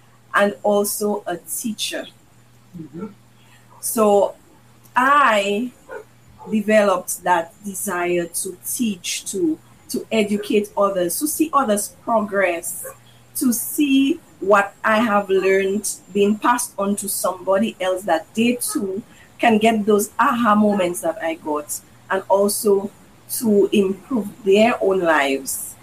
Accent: Salisbury, Dominica; I'm the founder of Your Extra Hands. I'm Dominican, born and raised in Salisbury

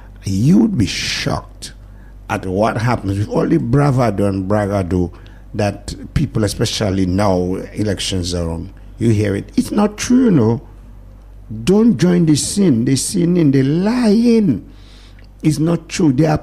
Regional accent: Grand Bay, Saint Patrick Parish, Dominica; You know I'm from Granby.

